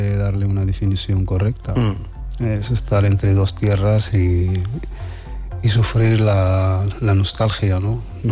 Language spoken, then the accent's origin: Spanish; Asilah, Tanger-Tetouan-Al Hoceima, Morocco